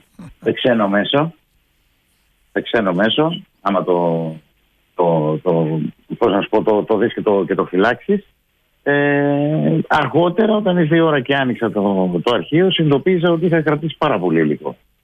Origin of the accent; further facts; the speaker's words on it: Argos, Peloponnese, Greece; Αλλά το χωριό που έχουν γίνει τα γυρίσματα είναι η Καριά Αργολίδος και από εκεί κατάγομαι. Εγώ μεγάλωσα στο Άργος